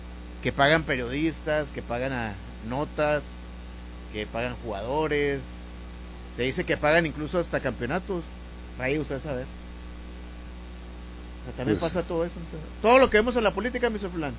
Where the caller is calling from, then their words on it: Mexico; uno no deja de ser este mexicano